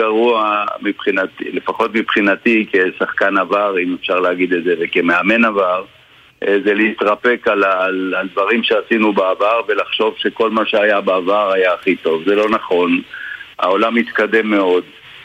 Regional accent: Tel Aviv, Tel Aviv District, Israel; born there; also born or lived in Petah Tikva; הייתי בן 10, ונסעתי לאימון הראשון במכבי תל אביב, כשהייתי בן 10, מרחוב ויצמן 13, לשם עברנו מפתח תקווה

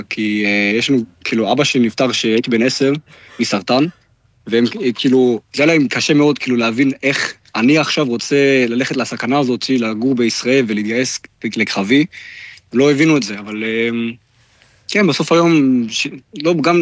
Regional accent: Germany; Hebrew is a second language; גדלתי בגרמניה, בנוחות ולהיות כן. בטוח בגרמניה, אז כן, וגם זה אחד, ושתיים, גדלתי בבית ציוני מאוד, כאילו יש לנו את המחנה קיץ וחורף, של כאילו כל היהודים בגרמניה מצרפים למחנה קיץ כזה

